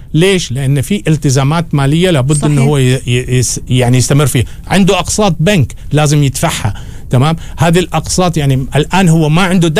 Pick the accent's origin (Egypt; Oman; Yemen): Oman; عندنا في عمان إن إحنا ما زلنا بلد الأمن والأمان